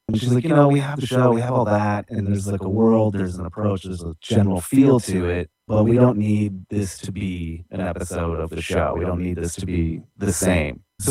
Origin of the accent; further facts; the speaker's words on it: Pennsylvania, United States; I grew up in Pennsylvania, in like the greater Philadelphia area.